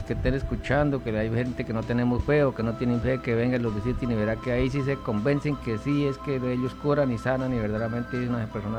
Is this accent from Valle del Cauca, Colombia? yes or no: no; Sabanalarga, Casanare, Colombia; yo soy de una vereda, yo soy allí de Sabana Larga